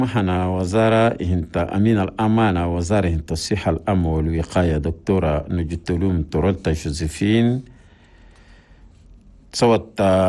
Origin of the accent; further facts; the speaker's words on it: Chad; وكلم بتطوير عن العمليات الإحسان رسنسما الجاري في بلدنا تشاد